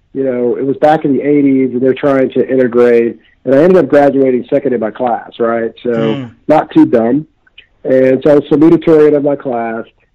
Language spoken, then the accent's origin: English; Olathe, Kansas, United States; moved away as an adult; Olathe, where I grew up in Kansas